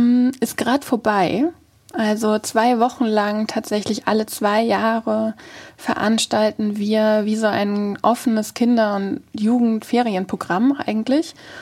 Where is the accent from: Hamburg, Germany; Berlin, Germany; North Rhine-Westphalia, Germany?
Hamburg, Germany; Ich bin so halb, vielleicht bin ich schon da an Hamburg aufgewachsen und so teilweise in Wilhelmsburg.